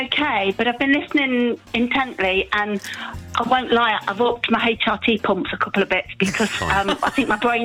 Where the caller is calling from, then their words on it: East Midlands, United Kingdom; A place called San Diego. It's sort of between Nottingham and Derby.